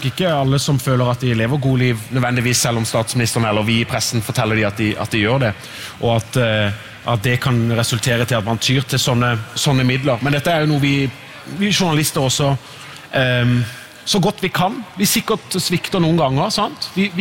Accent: Southern Norway, Norway; now in Oslo, Norway; Jeg opplever at den virkeligheten jeg ser når jeg er hjemme på Sørlandet, på bygda der jeg kommer fra, masse flott der, det er ikke det at det er et elendig sted

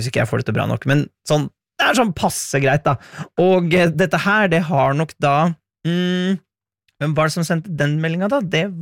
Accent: Velset, Innlandet, Norway; accent: Hedmark dialect; Og jeg kommer jo ifra Velset, som ei bygd I Stange kommune. Der taler vi jo Hedmarksdialekt.

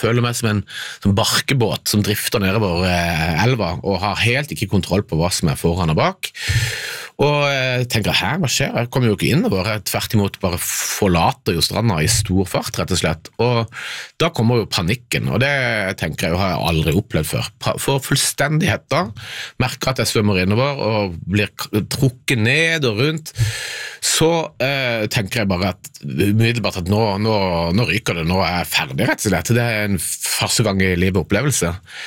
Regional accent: Agder, Norway; Nei, jeg tenker jo at jeg er fra Sørland, jeg kan svømme som en fisk.

